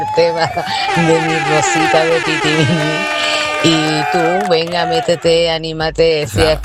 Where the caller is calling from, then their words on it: Córdoba, Andalusia, Spain; de Córdoba.